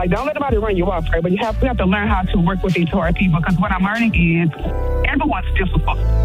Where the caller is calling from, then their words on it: Cypress, Texas, United States; I'm calling from Cypress, Texas.